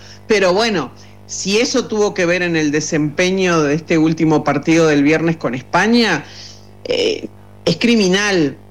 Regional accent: Uruguay

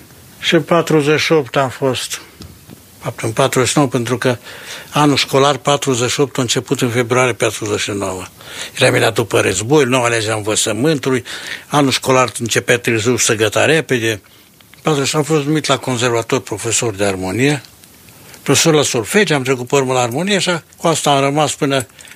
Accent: Cluj, Cluj County, Romania; also born or lived in Bistrița; M-am născut în 1922 la Cluj. Fratele meu mai mari s-a născut la Năsăud. Părinții erau de acolo. Și până la 10 ani am stat la Cluj, la 10 ani ne-am mutat la Bistrița

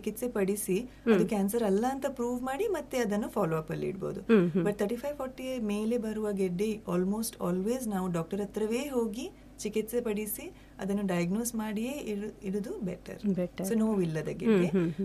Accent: Mangalore, Karnataka, India; ನಾನು ಮ್ಯಾಂಗ್ಳೂರಿನೇ. ನನ್ನ ಪಪ್ಪ ಮಲಯಾಳಿ ಮ್ಯಾಂಗ್ಳೂರ್ ಕೇರಳದಿಂದ, ನನ್ನ ಮಮ್ಮಿ ಮ್ಯಾಂಗ್ಳೂರಿಂದಲೇ. ನಾನು ನನ್ನನ್ನು ಮ್ಯಾಂಗ್ಳೂರಿನೇ ಹೇಳುದು.

